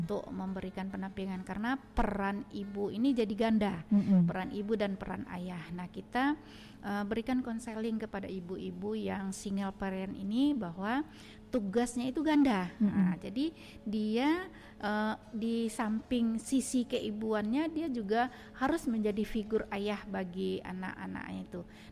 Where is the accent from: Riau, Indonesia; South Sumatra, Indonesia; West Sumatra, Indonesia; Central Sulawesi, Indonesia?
West Sumatra, Indonesia; di tengah-tengah masyarakat kita, Minang ini